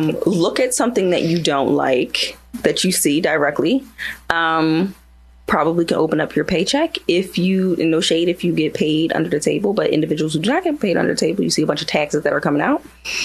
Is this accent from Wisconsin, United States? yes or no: no; Philadelphia, Pennsylvania, United States; I'm born and raised in Philly.